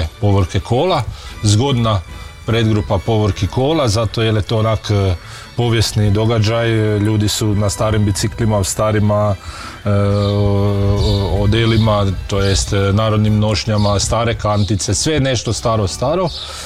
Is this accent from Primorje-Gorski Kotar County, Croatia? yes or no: no; Đurđevac, Koprivnica-Križevci County, Croatia; Evo, isto dolazim iz Đurđevca.